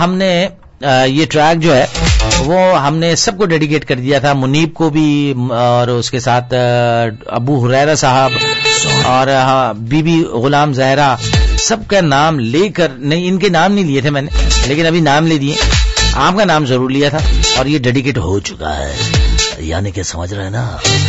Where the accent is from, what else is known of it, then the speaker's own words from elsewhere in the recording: Pakistan; ہم پاکستانی ہیں نا